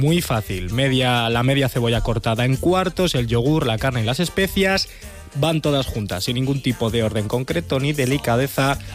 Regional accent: Spain; Soy español

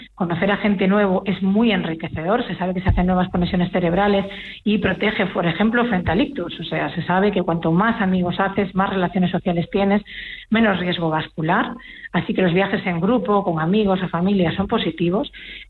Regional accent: Galicia, Spain; Los gallegos acuden, como gallega que soy, muchos de ellos, los mayores, acuden mucho al programa de balnearios

